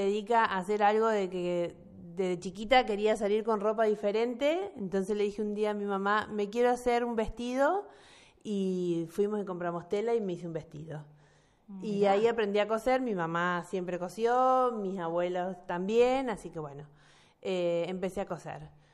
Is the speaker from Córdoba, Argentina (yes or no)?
yes; Laborde, Córdoba, Argentina; moved away as an adult; also born or lived in Las Varillas, Córdoba; now in Pehuajó, Argentina; Bueno, soy labordense, nacida en Las Varillas, ciudad de Córdoba. Vivía en Laborde, capital nacional del malambo.